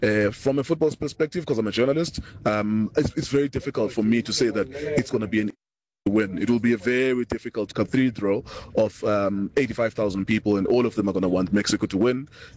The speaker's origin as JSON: {"language": "English", "country": "South Africa", "said": "as a South African group."}